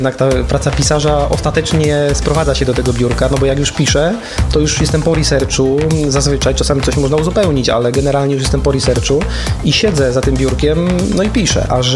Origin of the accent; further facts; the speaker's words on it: Opole Voivodeship, Poland; ja pochodzę z Opolszczyzny i mieszkam na Opolszczyźnie. I ta Opolszczyzna jest mi bliska.